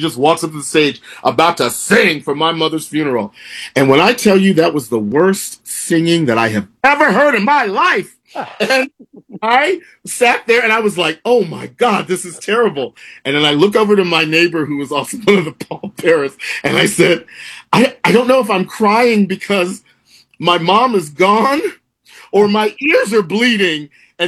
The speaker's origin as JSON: {"language": "English", "region": "Texas", "country": "United States", "tie": "born or raised there", "said": "So at my mother's funeral, it took place at the church that I grew up in Texas."}